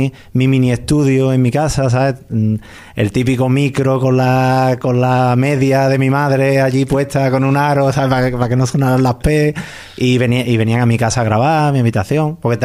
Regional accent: Alcalá de Henares, Community of Madrid, Spain; allí en Alcalá está el barrio de Pablo VI y la barriada La Paz, que es de donde yo soy.

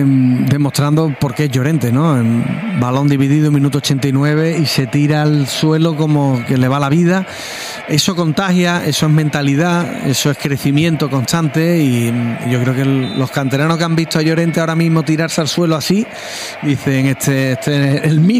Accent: Seville, Andalusia, Spain; born there; yo nací en Triana.

